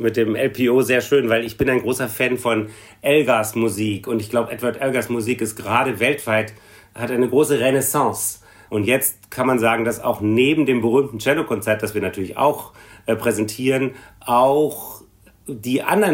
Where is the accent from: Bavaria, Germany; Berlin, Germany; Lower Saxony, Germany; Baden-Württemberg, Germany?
Berlin, Germany; moved away; ich bin aus Berlin als Schüler schon nach Dresden mit dem Zug gefahren